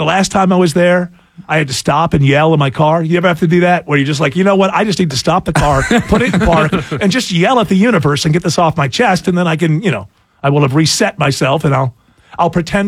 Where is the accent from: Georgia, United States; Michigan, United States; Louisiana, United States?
Georgia, United States; Roswell; I'm an American. I'm proud of that. I'm Georgian. I'm proud of that. I'm Roswell. I'm proud of that.